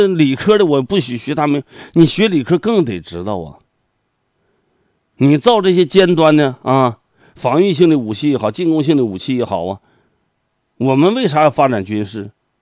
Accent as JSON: {"language": "Chinese", "country": "China", "said": "我们把我中国人都刻画成什么样了啊"}